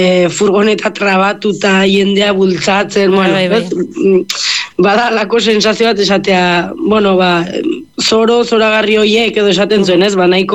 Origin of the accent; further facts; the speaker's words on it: Leitza, Navarre, Spain; ba urten leitzetik gure herritik ez da pasat